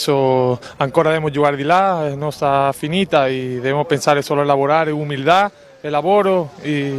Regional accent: Spain; Italian is a second language; moved away as an adult; now in Taranto, Italy; sono di Spagna, sono qua e sono molto grato a lei

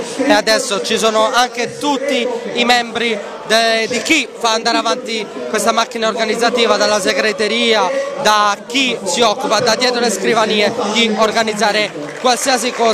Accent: Taranto, Apulia, Italy; Perché da Tarantino è facile raccontarlo

